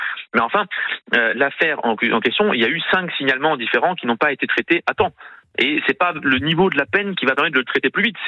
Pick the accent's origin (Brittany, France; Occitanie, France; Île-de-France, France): Occitanie, France; Toulouse; Alors, pour le coup, en tant que Toulousain, il faut dire, dans ma circonscription, il y a un boulevard.